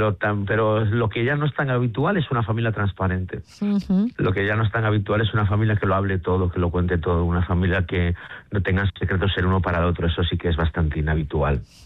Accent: Galicia, Spain; yo soy gallego

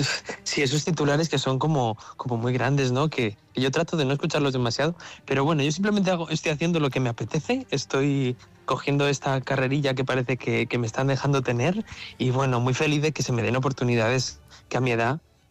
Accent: Madrid, Community of Madrid, Spain; No sé si en vuestra tierra ocurrió. Yo soy de Madrid

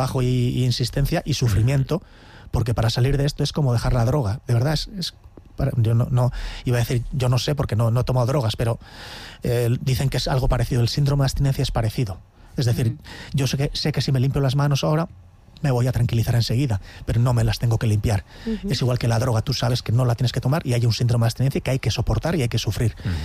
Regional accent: Elgoibar, Basque Country, Spain; yo soy del Góibar, de un barrio rural llamado San Miguel, y empiezo en la plaza del barrio

